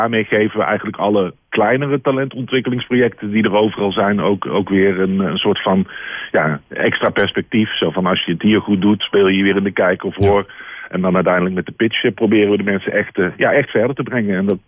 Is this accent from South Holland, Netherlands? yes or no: no; Amsterdam, North Holland, Netherlands; Jij komt uit Haarlem, ik kom uit Amsterdam.